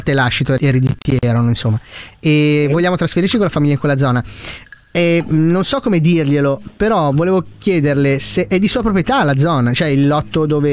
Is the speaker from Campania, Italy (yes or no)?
no; Milan, Lombardy, Italy; siccome noi, vabbè, siamo di Milano